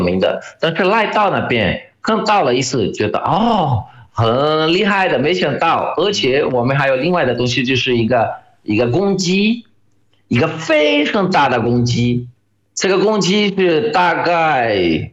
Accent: Brazil; Chinese is a second language; moved away; 因为我还是比较中统的巴西人，还是我的老家也是靠海滩啊

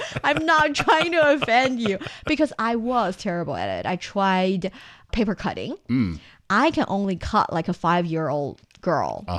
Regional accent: Shanxi, China; in my hometown, Shanxi province, we make hua mo

